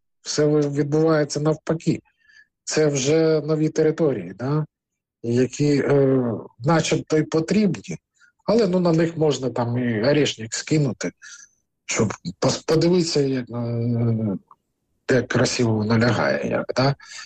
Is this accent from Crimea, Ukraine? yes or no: yes; Crimea, Ukraine